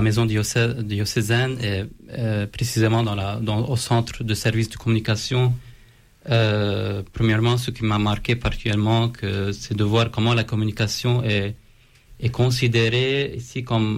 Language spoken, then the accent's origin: French; Lebanon; chez nous au Liban